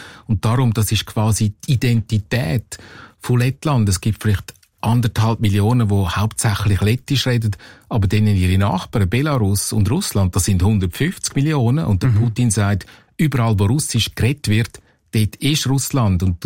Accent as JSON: {"language": "German", "country": "Switzerland", "said": "Genau, als Schweizer fragt man sich natürlich, wo ist eigentlich das Problem?"}